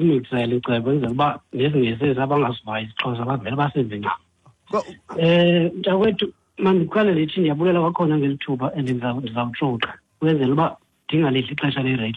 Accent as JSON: {"language": "English", "town": "Port St. Johns", "region": "Eastern Cape", "country": "South Africa", "said": "I'm from Port St. John's."}